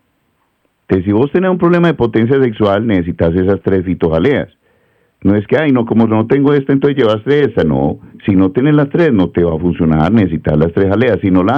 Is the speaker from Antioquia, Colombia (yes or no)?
yes; Medellín, Antioquia, Colombia; a Prado Centro, donde yo nací, en la cuadra donde yo nací